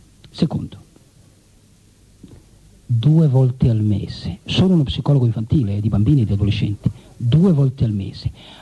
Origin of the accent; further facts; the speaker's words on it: Milan, Lombardy, Italy; io sono milanese